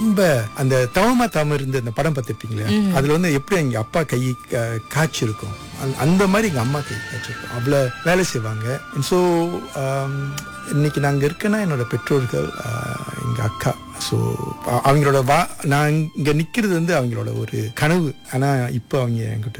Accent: India; நான் ஒரு இந்தியன் அந்த ஒரு அந்த உணர்ச்சியெல்லாம் வந்து அக்கா தான் கொடுத்தாங்க

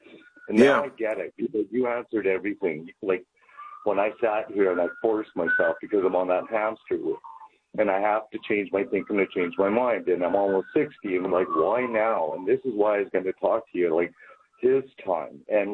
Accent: Canmore, Alberta, Canada; No, I'm an Oilers fan. I'm originally from Canmore.

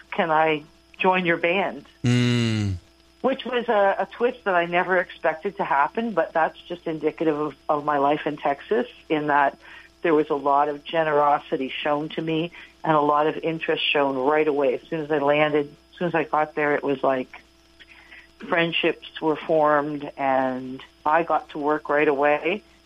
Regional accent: Chatham, Ontario, Canada; because I'm from Chatham

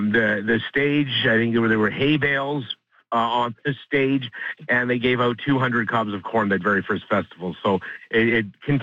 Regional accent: Morden, Manitoba, Canada; born or raised there

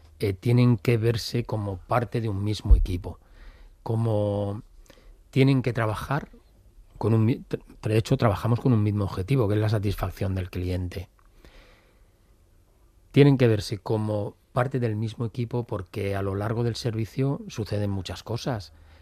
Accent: Valencian Community, Spain; toda la Alicante y la comunidad valenciana, tenemos una forma característica de trabajar, que es somos del Mediterráneo.

